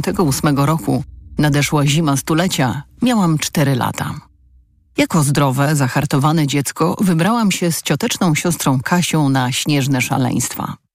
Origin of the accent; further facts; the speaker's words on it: Warsaw, Masovian Voivodeship, Poland; Urodziłam się i wychowałam w Warszawie, gdzie najwyższym wzniesieniem jest Górka Szczęśliwicka o wysokości 152 metrów nad poziomem morza.